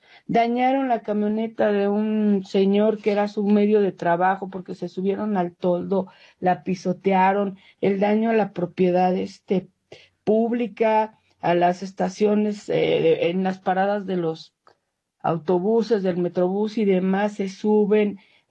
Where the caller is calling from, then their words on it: Mexico City, Mexico; de Ciudad de México.